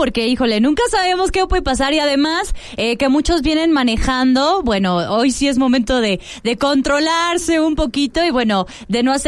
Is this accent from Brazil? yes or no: no; Mexico